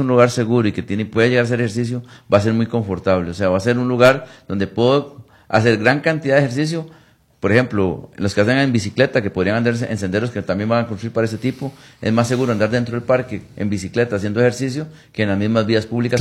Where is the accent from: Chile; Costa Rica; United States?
Costa Rica; tenemos que valorarlo como costarricenses.